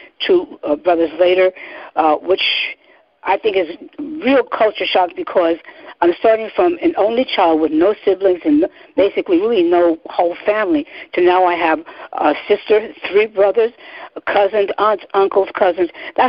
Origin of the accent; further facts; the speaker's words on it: New York, United States; as a New Yorker, brought up in the streets